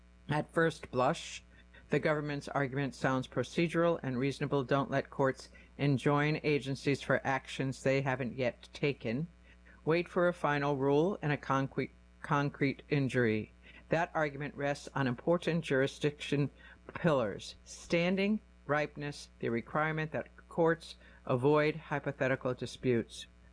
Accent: Springfield, Massachusetts, United States; Growing up in the North End, surrounded by Black, Latino, and white families

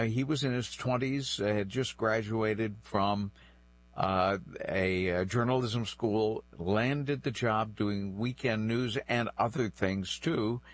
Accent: New Bedford, Massachusetts, United States; born there; first language French; English is a second language; my primary language, not being English, was French. We had a very, very dense Franco-American population in New Bedford at the time, back in the 50s and 60s.

